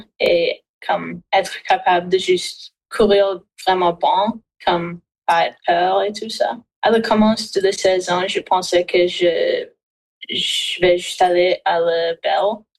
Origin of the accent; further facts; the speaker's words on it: New Brunswick, Canada; Je pense aussi que ça aide quand on vient du Nouveau-Brunswick parce que quand on va à des événements nationaux, c'est comme un peu la même chose.